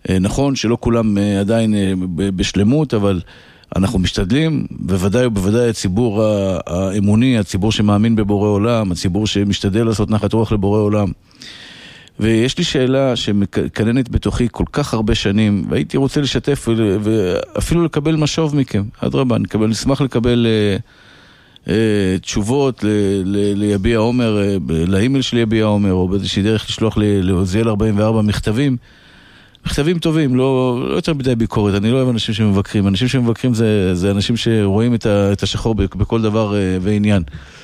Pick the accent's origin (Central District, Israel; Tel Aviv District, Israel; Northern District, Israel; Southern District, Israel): Tel Aviv District, Israel; Bnei Brak; born or raised there